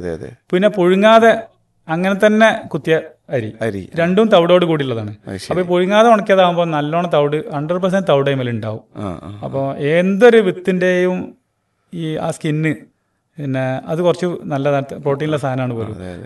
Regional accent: Kerala, India; നമ്മളെ ഈ മലബാർ മേഖലയിലെ

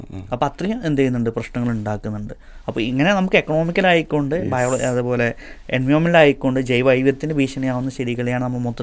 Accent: Mampad, Kerala, India; ഞാൻ ജനിച്ചത് മലപ്പുറം ജില്ലയിലെ നിലമ്പൂരടുത്ത് മമ്പാട് പന്തലി എന്ന് പറഞ്ഞ സ്വദേശത്താണ്. സ്കൂൾ വിദ്യാഭ്യാസം എല്ലാം കേരള സിലബസ് തന്നെയായിരുന്നു.

